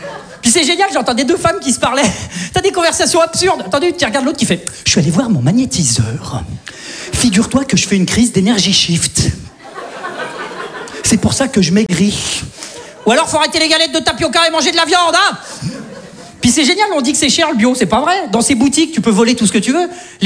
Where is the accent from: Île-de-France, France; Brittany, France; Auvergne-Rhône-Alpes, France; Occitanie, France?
Auvergne-Rhône-Alpes, France; Saint-Étienne; Tu vois, moi, je viens de Saint-Étienne. Tu vois. Globalement, chez nous, t'as faim, tu prends une arbalète, tu vas chasser